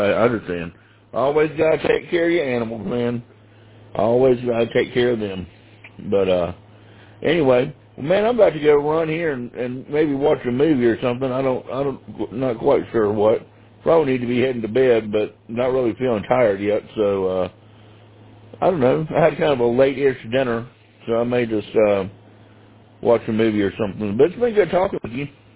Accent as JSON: {"language": "English", "town": "Winston-Salem", "region": "North Carolina", "country": "United States", "tie": "born or raised there", "moved": "yes", "lives_now": "Oklahoma City, United States", "said": "I love Winston-Salem, sir. I promise you, that is where I spent my childhood. I grew up there in the 80s. I love everything about Winston-Salem. I actually lived in Louisville, so I'm sure you know where that is. But, I mean, Winston was my absolute world, man."}